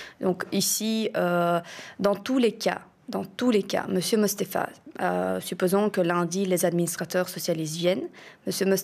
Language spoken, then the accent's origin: French; Moldova; la corruption s'est très bien implémentée en Moldavie. Et mes parents ont décidé de quitter mon pays d'origine à cause de ça.